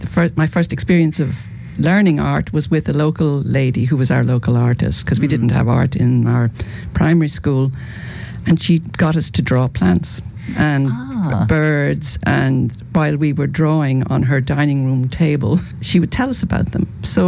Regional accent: Tullamore, County Offaly, Ireland; I grew up in a place called Tullamore, right in the middle of Ireland, so in Offaly County.

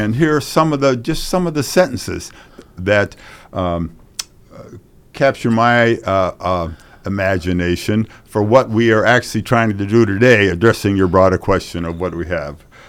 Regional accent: Kansas, United States; I'm from the Midwest, and what I couldn't understand is I lived for the first 10 years of my life in Kansas.

